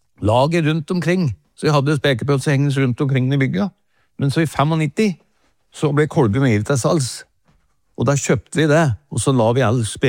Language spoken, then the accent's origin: Norwegian; Åsmarka, Innlandet, Norway; min far drev jo forretning i Åsmarka, der jeg vokste opp.